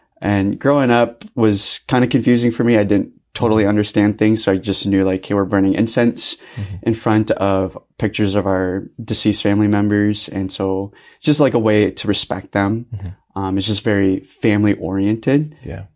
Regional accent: Lincoln, Nebraska, United States; we grew up in. I was the only one born in Lincoln.

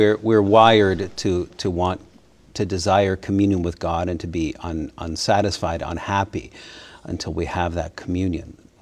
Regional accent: Kitchener, Ontario, Canada; born there; I was born in Kitchener, Ontario. Kitchener is a city just south of Toronto in Canada.

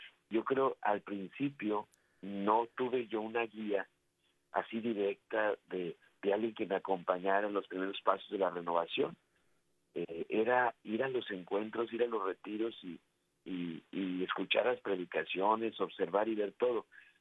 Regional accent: Río Bravo, Tamaulipas, Mexico; me metí sin querer a una librería católica de mi ciudad donde yo nací, en Río Bravo, Tamaulipas, acá en la frontera en México

